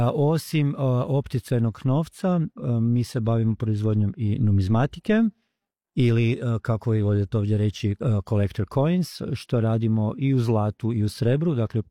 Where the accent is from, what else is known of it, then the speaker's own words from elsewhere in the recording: Croatia; now in Australia; rekao što se dešava kod nas u Hrvatskoj, u našoj domovini